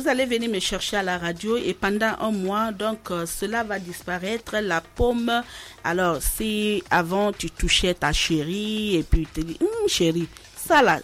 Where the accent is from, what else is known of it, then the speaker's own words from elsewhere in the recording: Guinea; chez nous, à Cancan surtout.